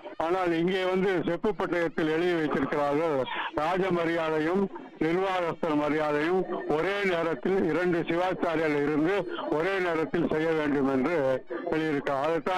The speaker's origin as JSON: {"language": "Tamil", "town": "Thiruparankundram", "region": "Tamil Nadu", "country": "India", "said": "திருப்பரங்குன்றத்துல இருந்து வரேன்."}